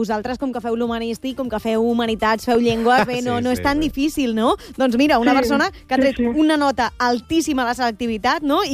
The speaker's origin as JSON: {"language": "Catalan", "town": "Caldes de Montbui", "region": "Catalonia", "country": "Spain", "said": "Em sento del Vallès, jo em sento calderina, no em sento del Vallès."}